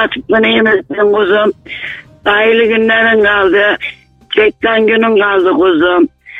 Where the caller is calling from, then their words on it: Adana, Turkey; Ben Adana'dan arıyorum.